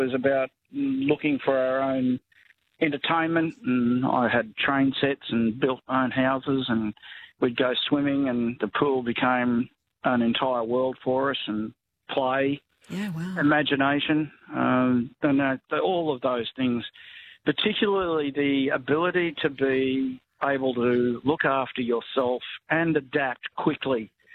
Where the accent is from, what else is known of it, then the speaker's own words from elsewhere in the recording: Liverpool, New South Wales, Australia; We were latchkey kids, but I was sent from Liverpool every day to school in the city, Town Hall.